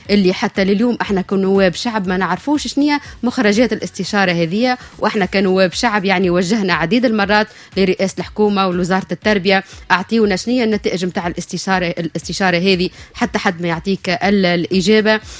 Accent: Tunisia; لكن انا كمشرع تونسي، انا كعضو مجلس نواب الشعب

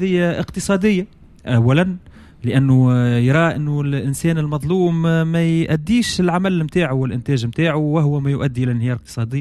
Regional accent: Tunisia

